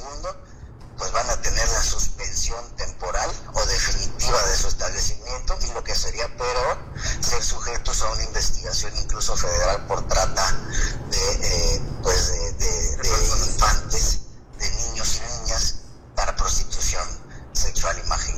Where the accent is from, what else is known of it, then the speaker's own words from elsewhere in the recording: Acapulco, Guerrero, Mexico; proteger sin duda a nuestros niños y niñas en Guerrero y en Acapulco particularmente, de donde soy original, estimado Pico.